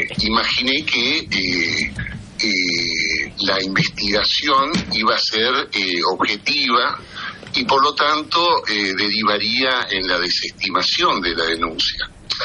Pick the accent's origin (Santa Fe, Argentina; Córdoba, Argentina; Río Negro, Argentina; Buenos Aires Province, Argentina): Santa Fe, Argentina; moved away as an adult; now in Rosario, Argentina; yo soy de la zona.